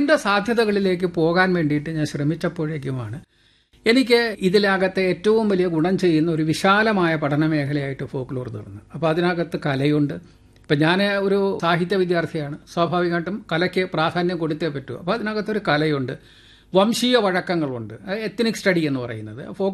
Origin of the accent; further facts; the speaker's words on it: Kerala, India; അപ്പോൾ അത്തരം ഒരു സംഘത്തിൽ മലയാളി എന്ന നിലയിൽ ഞാൻ ഉൾപ്പെട്ട് നിൽക്കുകയാണ്.